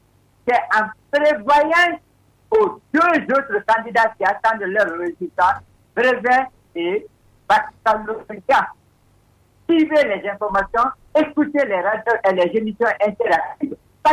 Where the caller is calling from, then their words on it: Lola, Nzérékoré Region, Guinea; surtout chez moi à Lola là-bas